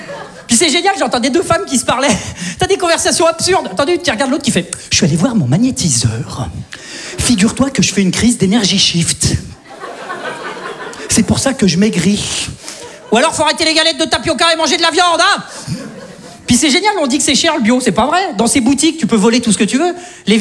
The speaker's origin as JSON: {"language": "French", "town": "Saint-Étienne", "region": "Auvergne-Rhône-Alpes", "country": "France", "said": "Tu vois, moi, je viens de Saint-Étienne. Globalement, chez nous, t'as faim, tu prends une arbalète, tu vas chasser, ça s'arrête là, quoi."}